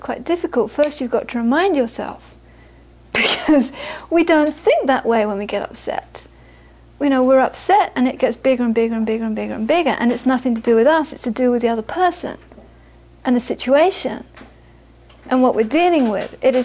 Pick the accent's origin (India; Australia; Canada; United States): India; from your experience of being 7 years in Florida, because I'm coming from India